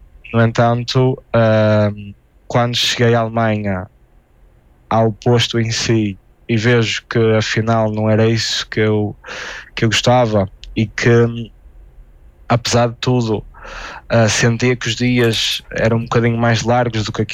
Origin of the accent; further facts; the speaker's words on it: Ponte de Lima, Viana do Castelo, Portugal; Eu sou de Ponte Lima, mas voltei para Portugal, neste caso em Évora